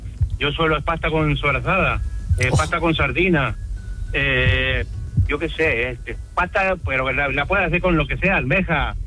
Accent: Argentina; Mira, yo tengo dos, soy argentino, pero tengo dos ramas. La rama paterna, que es española, y la rama materna, que son sicilianos.

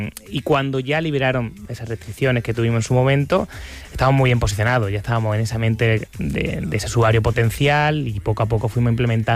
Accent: Córdoba, Andalusia, Spain; moved away as an adult; now in Barcelona, Spain; yo soy del sur, llevo aquí ya casi 9 años.

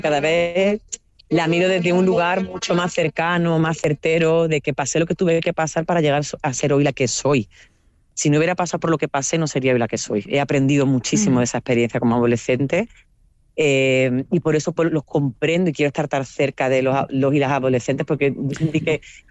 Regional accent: Andalusia, Spain; si yo soy blanca, pero yo soy andaluza, no soy catalana, ni soy vasca.

